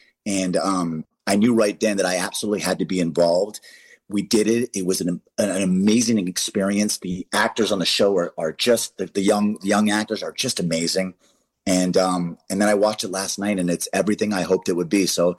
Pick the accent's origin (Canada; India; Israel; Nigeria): Canada; now in United States; I'm Canadian. I love Canada. Born and raised.